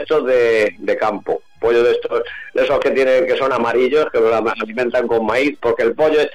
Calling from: Murcia, Region of Murcia, Spain; he inaugurado un pequeño negocio aquí en Espinardo.

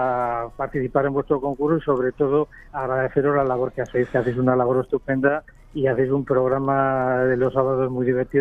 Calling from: Tarancón, Castilla-La Mancha, Spain; os llamo de Tarancón.

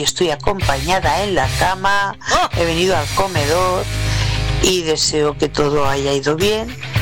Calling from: Sabadell, Catalonia, Spain; de Sabadell.

